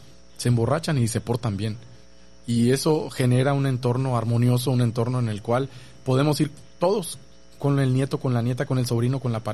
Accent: Ciudad del Carmen, Campeche, Mexico; born there; also born or lived in Mexico City; soy de Ciudad del Carmen

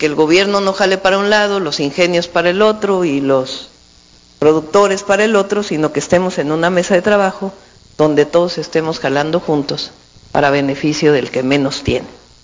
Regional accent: Mexico; Eso somos las mujeres mexicanas.

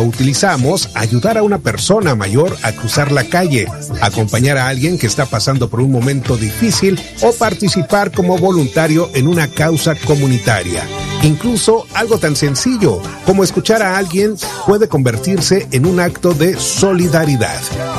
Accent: Mexico; nosotros mexicanos

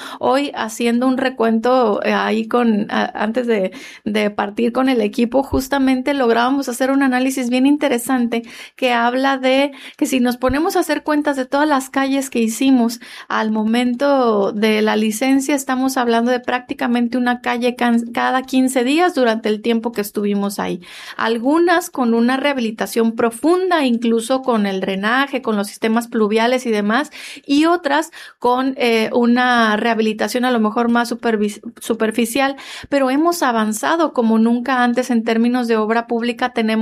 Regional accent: Mexico; tenemos como mexicanas y mexicanos

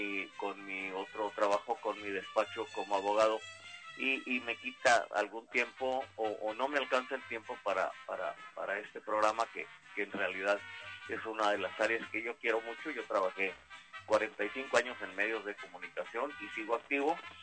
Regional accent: Mexico; todos los que somos mexicanos por nacimiento

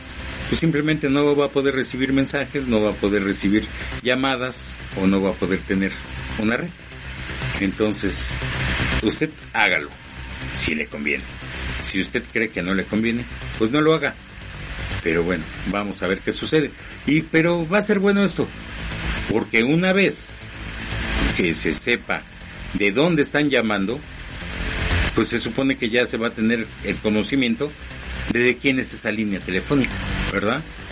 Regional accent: Mexico

